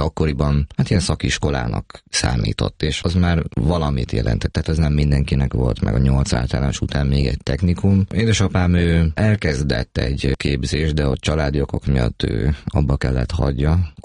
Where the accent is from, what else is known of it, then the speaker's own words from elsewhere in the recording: Putnok, Borsod-Abaúj-Zemplén, Hungary; Igen, Putnokon nőttem föl gyerekként.